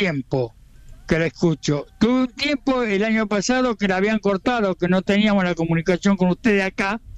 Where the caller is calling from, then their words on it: La Plata, Buenos Aires Province, Argentina; siendo yo más platense, escucho la radio de Córdoba